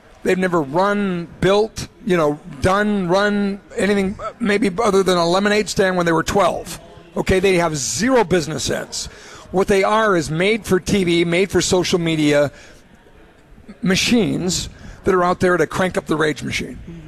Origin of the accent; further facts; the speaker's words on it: Montevideo, Minnesota, United States; I grew up in Montevideo, Minnesota.